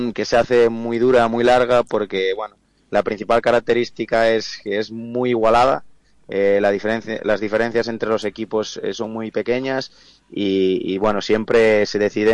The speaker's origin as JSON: {"language": "Spanish", "area": "A Coruña", "region": "Galicia", "country": "Spain", "said": "conseguir llegar a Primera División con el equipo de mi tierra."}